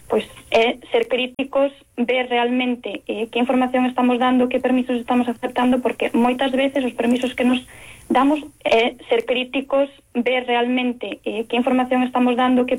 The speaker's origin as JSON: {"language": "Galician", "region": "Galicia", "country": "Spain", "said": "nos que somos galegos"}